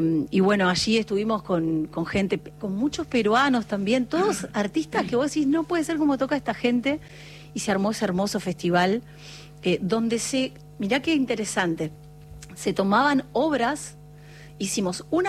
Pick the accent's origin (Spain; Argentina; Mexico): Argentina; moved away as an adult; also born or lived in Berlin; cuando estás afuera, ya no sos solamente argentino